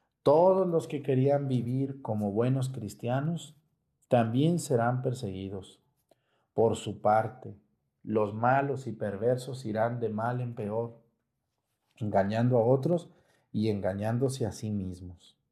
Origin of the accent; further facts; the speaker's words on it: Mexticacán, Jalisco, Mexico; moved away; la gente de mi pueblo, de Mexicacán